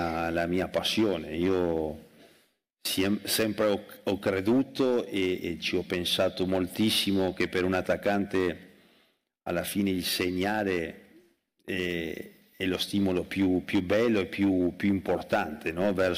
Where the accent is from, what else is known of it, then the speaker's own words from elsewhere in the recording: Buenos Aires, Argentina; Italian is a second language; moved away as an adult; also born or lived in Rouen, France / Monaco; sono nato io a Rouen nell'anno 77, e dopo, alla fine del contratto del mio padre, siamo rientrati in Argentina, no? Allora, anche se in quel momento i miei ricordi verso la Francia non erano molto, molto nitidi, sono cresciuto a Buenos Aires, come lo hai detto tu, a Florida